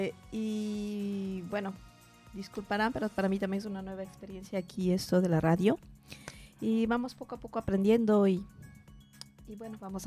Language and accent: Spanish; Ambato, Tungurahua, Ecuador; Sí, soy de Ambato.